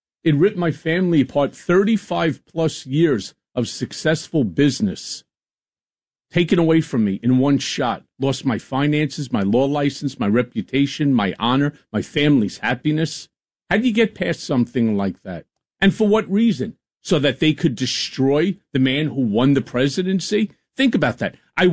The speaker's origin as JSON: {"language": "English", "area": "Five Towns, Long Island", "region": "New York", "country": "United States", "tie": "born or raised there", "also_born_or_lived": "Brooklyn, New York / Washington", "said": "Yeah, I'm a lifelong New Yorker. I was born in Brooklyn. At the age of two, we moved out to the five towns of Long Island. After that, went to college in Washington."}